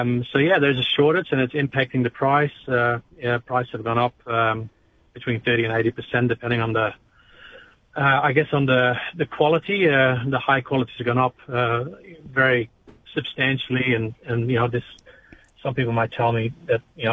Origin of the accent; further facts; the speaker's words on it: Netherlands; also born or lived in New Zealand; now in Australia; I grew up in the Netherlands myself